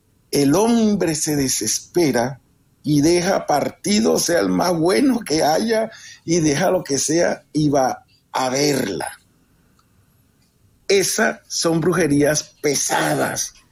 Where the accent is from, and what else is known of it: Colombia